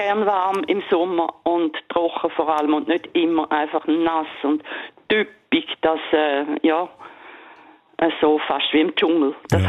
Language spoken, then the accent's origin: German; Thurgau, Switzerland; Oh, meine alte Heimat.